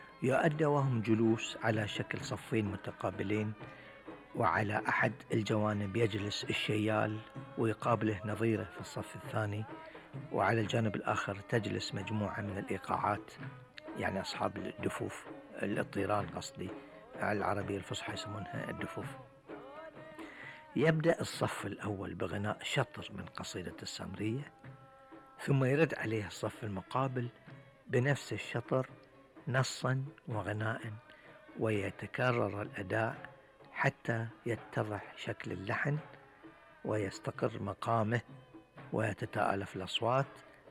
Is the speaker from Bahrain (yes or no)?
yes; Bahrain; مثل الفجري عندنا في البحرين